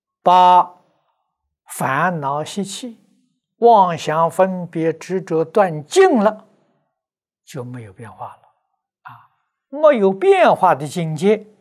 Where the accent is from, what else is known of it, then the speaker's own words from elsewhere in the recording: China; 我中国人呢喜欢简单，把尾音呢都省掉了啊。